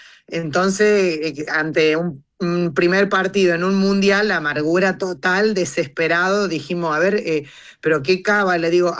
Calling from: San Luis, Argentina

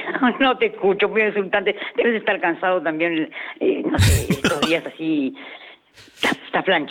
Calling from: Lomas de Zamora, Buenos Aires Province, Argentina; yo vivo en Lomas, 2 cuadras de la estación.

